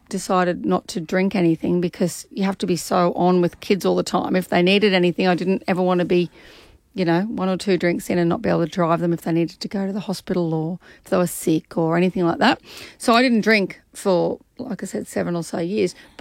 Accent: Queensland, Australia; Well, I'm from North Queensland. We always had rum and coke.

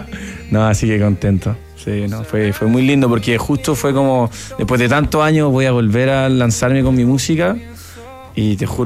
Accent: French Polynesia; now in Concón, Chile; cuando me crié en Tahiti, todo música

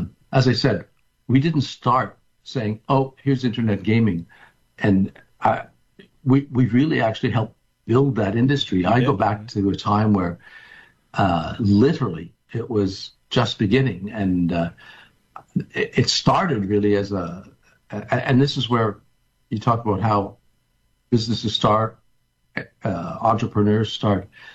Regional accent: Quebec, Canada; born or raised there; also born or lived in Plattsburgh

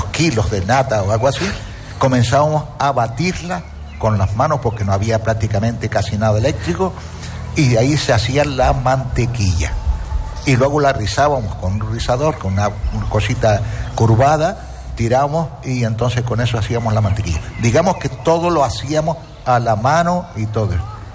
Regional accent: Canary Islands, Spain; born there; Hombre, yo soy nacido en Gran Canaria. ¿No? Pero cuando he venido aquí al sur hace 45 años, ya mi mujer me dijo, dice, de aquí yo no me muevo.

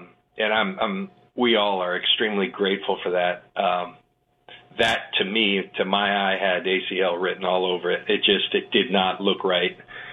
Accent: San Diego, California, United States; the Chargers, when my hometown asked me, and they weren't a good team at the time.

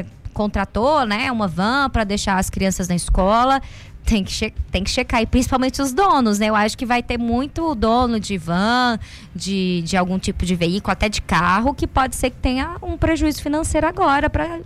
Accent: Itatiaiuçu, Minas Gerais, Brazil; eu sou de Itatiaiçu, cidade pequena, a gente ia a pé pra escola

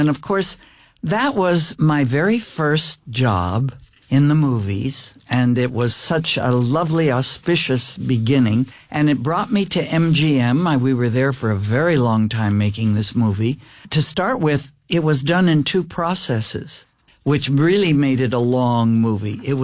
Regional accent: Montreal, Quebec, Canada; born there; Because you have to understand, I was born in Montreal, Canada, where you had to be 16 years old to go to the movies.

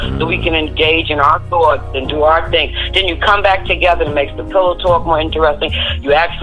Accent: Bronx, New York, United States; from the Bronx.

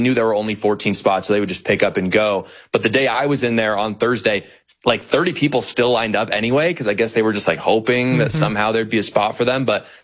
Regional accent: Orem, Utah, United States; I grew up in Orem, Utah, where unfortunately Charlie Kirk was assassinated. I'm a member of the Church of Jesus Christ of Latter-day Saints.

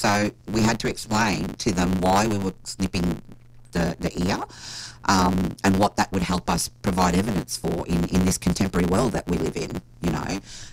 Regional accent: Tully, Queensland, Australia; It was just outside, 10-minute drive outside my hometown of Tully

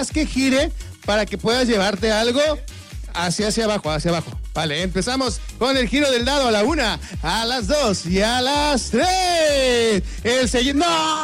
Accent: Mexico

